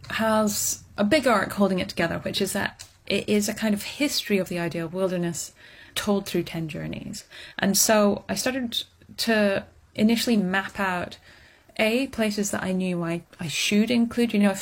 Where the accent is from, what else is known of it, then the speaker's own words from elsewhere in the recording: Scotland, United Kingdom; I grew up in the Highlands of Scotland, I'd say about a mile outside of a village.